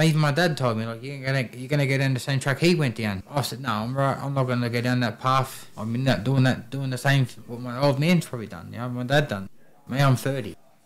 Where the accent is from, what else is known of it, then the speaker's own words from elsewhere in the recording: Penrith, New South Wales, Australia; I grew up in Penrith, Western Suburbs, so Sydney. 2000, I moved to Mount Druitt.